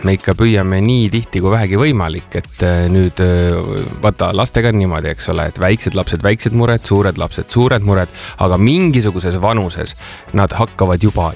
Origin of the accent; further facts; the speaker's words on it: Pärnu, Pärnu County, Estonia; Tiiu, tead, kus ma olen kasvanud? Ma olen kasvanud Pärnu rannarajoon